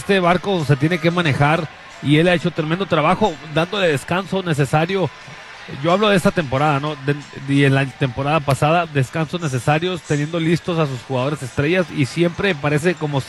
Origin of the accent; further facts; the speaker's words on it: Mexico; soy mexicano.